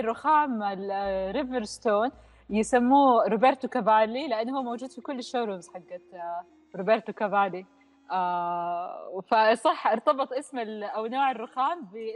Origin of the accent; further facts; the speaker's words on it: Jeddah, Makkah Province, Saudi Arabia; عندنا في جدة